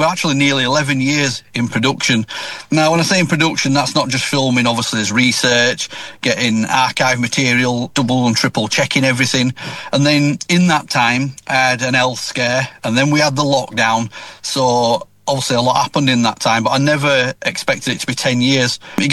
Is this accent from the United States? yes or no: no; Dewsbury, Yorkshire and the Humber, United Kingdom; with growing up in Thornhill Lees, I started there, really. I mean, the park behind the house where I grew up used to be a Kilner bottle factory.